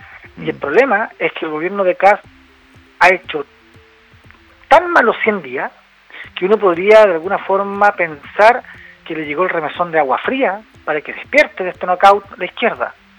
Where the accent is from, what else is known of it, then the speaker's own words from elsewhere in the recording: Iquique, Tarapacá, Chile; yo soy de Iquique, trabajo en Puerto Montt, la Universidad Austral, pero soy de Iquique, mi vida está en Iquique